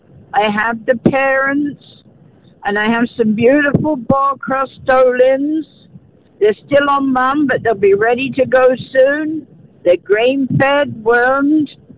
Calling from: Vita, Manitoba, Canada; From Vita, Manitoba.

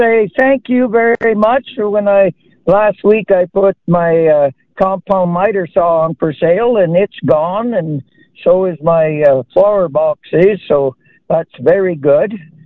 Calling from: Stonewall, Manitoba, Canada; From Stonewall, Manitoba.

